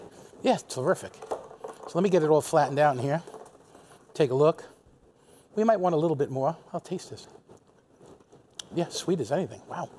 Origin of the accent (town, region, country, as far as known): West Babylon, New York, United States; born or raised there